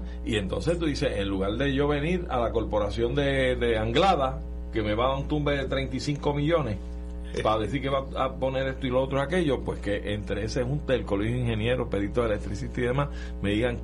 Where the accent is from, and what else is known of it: Puerto Rico